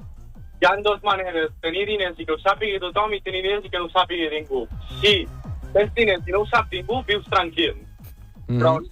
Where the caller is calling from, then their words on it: Sant Ramon, Catalonia, Spain; de Sant Ramon.